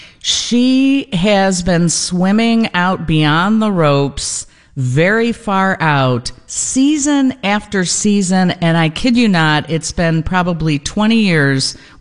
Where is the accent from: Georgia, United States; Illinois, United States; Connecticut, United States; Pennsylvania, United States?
Illinois, United States; Chicago